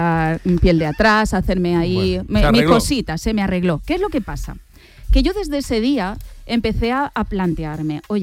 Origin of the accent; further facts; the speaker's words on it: Calvià, Balearic Islands, Spain; Yo colaboraba en una radio de estas locales de ahí de mi pueblo, de Calvía, como os dije el otro día.